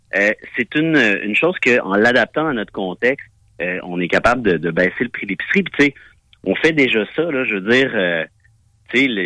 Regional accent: Quebec City, Quebec, Canada; born there; Moi, bon, je suis né ici à Vanier, là, mais je suis un fils d'immigrant aussi.

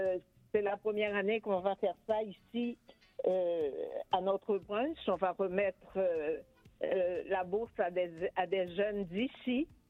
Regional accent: Cavaillon, Sud, Haiti; C'est une ville du sud d'Haïti. C'est ma ville natale.

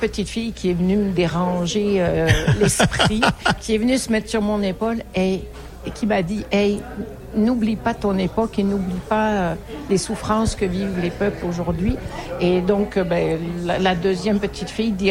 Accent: Cannes, Provence-Alpes-Côte d'Azur, France; now in Quebec, Canada; Je suis originaire de Cannes

